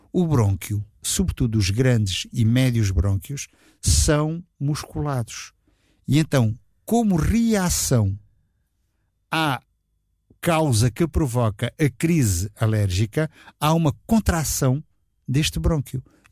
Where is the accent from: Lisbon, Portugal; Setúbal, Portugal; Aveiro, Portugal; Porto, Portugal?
Setúbal, Portugal; porque eu sou da região de Setúbal, vivi lá, cresci lá, já cheguei adulto, mas enfim, depois amadureci, se nós quisermos, em Setúbal.